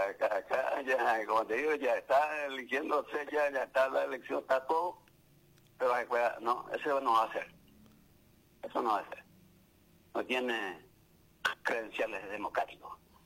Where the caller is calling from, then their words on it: Paraguay; como un ciudadano, como un paraguayo más